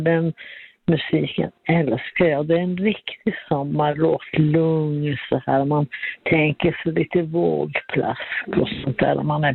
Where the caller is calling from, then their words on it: Sweden; Jag är från Arjebro.